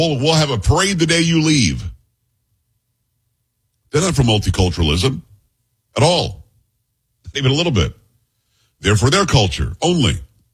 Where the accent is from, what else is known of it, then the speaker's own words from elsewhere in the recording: United States; But I'm American, man. I'm American first. Period. I'm an American before I'm anything. I often say I'm an American of Italian descent.